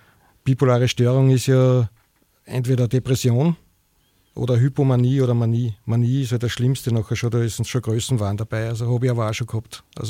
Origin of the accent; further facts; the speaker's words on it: Schladming, Styria, Austria; also born or lived in Graz; Also ich bin ja in der Obersteiermark aufgewachsen, das habe ich vergessen zu sagen.